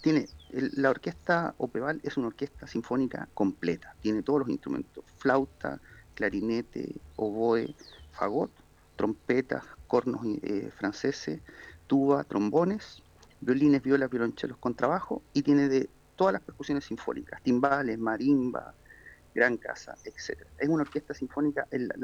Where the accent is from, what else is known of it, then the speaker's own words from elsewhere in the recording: Viña del Mar, Valparaíso, Chile; also born or lived in Santiago; Mira, yo soy viñamarino, yo nací en Viña ya hace harto tiempo y desde niño en la casa de mi abuela, después en mi casa también, después me fui un tiempo a Santiago y después cuando volví a estudiar aquí a la Universidad Católica del Paraíso